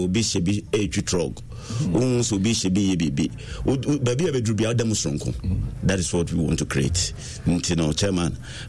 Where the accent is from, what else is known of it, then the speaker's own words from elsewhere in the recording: Ghana; So I want to feel proud as a Ghanaian.